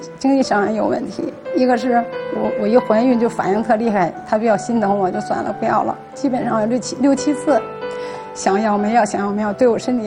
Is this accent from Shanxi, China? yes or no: no; Beijing, China; 我是北京的。